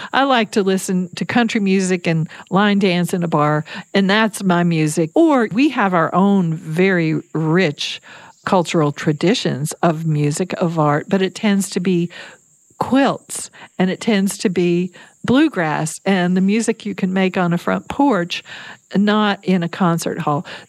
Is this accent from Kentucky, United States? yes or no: yes; Kentucky, United States; born or raised there